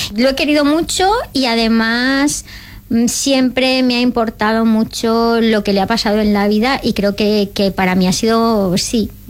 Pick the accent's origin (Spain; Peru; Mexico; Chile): Spain; Alcubierre, Aragon; moved away; llegan emigrantes a mi pueblo.